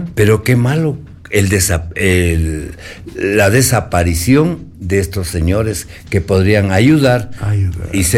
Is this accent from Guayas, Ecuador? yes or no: no; Quito, Pichincha, Ecuador; nosotros somos quiteños